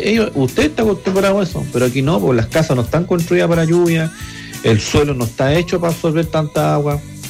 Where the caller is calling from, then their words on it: northern Chile, Chile; Acá la tierra en el norte no soporta tanta agua, entonces por eso aquí si llueve un poquito se suspenden las clases y los trabajos